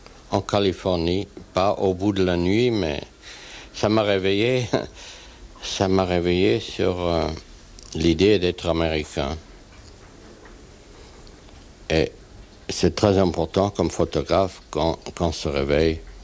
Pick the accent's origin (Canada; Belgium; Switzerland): Switzerland; moved away as an adult; now in New York, United States; Je suis né en Suisse.